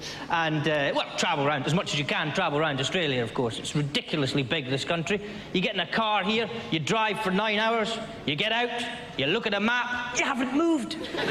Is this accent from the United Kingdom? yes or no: yes; Scotland, United Kingdom; I'm from Scotland, not Ireland, as you all seem to think I am when you hear my accent.